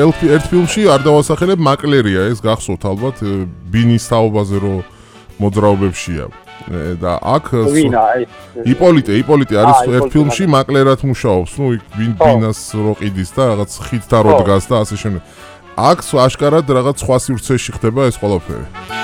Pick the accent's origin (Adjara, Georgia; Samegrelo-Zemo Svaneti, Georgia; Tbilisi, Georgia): Samegrelo-Zemo Svaneti, Georgia; მე სამეგრელო ზემო სვანეთში გავიზარდე და სვანებს ძალიან კარგად ვიცნობ, ბევრი ძმა კაცის ყავს და მათი კილო ჩემთვის ძალიან მშობლიურია.